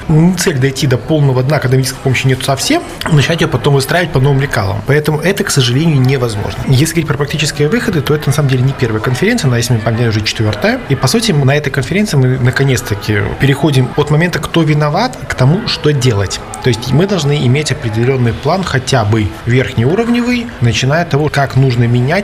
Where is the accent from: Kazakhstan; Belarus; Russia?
Belarus; Если у нас разница между заболеваниями сердца, основными заболеваниями, то мы белорусы, по двум последним областям в 4 раза